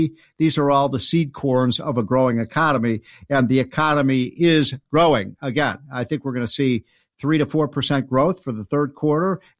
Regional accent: Chicago, Illinois, United States; I'm a Chicagoan, so I'm not a big fan of the Knicks. I'm a Bulls fan.

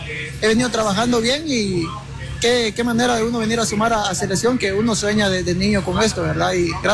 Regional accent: Guatemala; uno como Chapín sueña

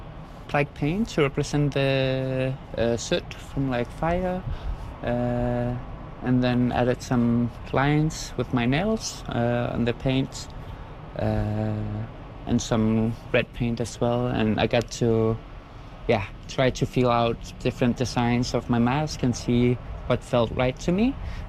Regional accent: Nuuk, Sermersooq, Greenland; I'm from Nuuk in Kalaallit Nunaat, and I'm here for ICC, but otherwise I work within the government agency in Nuuk.

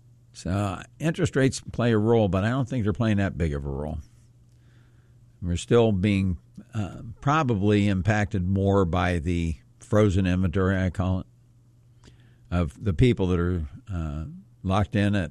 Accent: Springfield, United States; I've lived here all my life. I've never seen anything like it.

